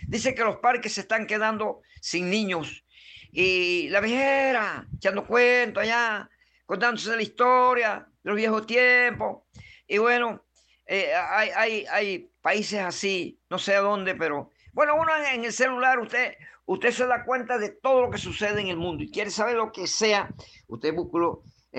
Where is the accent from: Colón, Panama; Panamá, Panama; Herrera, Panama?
Herrera, Panama; Los Pozos; born there; Vamos a regresar a mi pueblo. Vamos con los pozos.